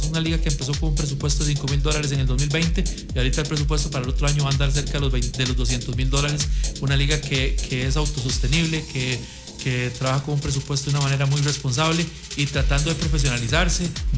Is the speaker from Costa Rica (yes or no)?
yes; Costa Rica; also born or lived in Heredia; Soy de Pérez